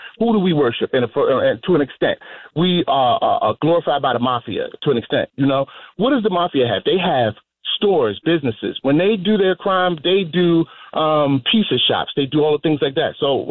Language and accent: English; Baltimore, Maryland, United States; Like I grew up, I'm from Baltimore, so I grew up in the streets for real.